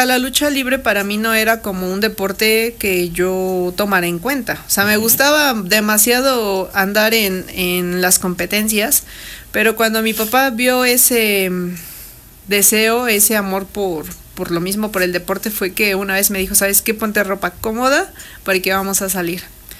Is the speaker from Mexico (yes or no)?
yes; Puebla, Mexico; Soy originaria de Puebla.